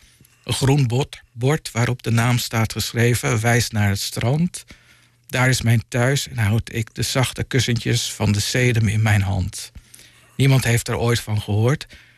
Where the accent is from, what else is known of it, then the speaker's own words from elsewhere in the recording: Western Cape, South Africa; moved away; Het is eigenlijk een herinnering aan mijn jeugd in Zuid-Afrika, aan Blauwbergstrand.